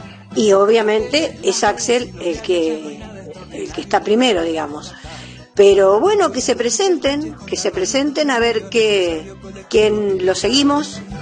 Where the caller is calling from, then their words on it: La Plata, Buenos Aires Province, Argentina; de La Plata.